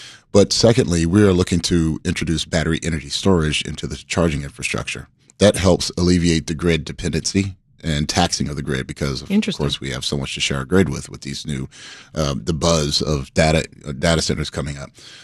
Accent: Atlanta, Georgia, United States; I'm new to the area. I'm from Atlanta.

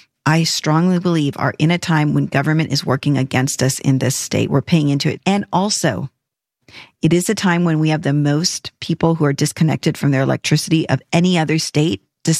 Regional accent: Texas, United States; I don't see my run as being anything other than I am a Texan.

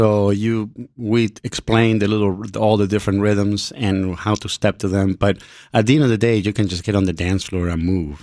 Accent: Puerto Rico; also born or lived in Chile; I was born in Puerto Rico, and my family is from Chile.

